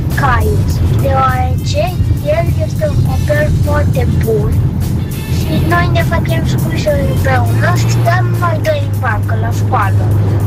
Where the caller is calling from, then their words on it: Timișoara, Timiș County, Romania; din Timișoara. Am 10 ani.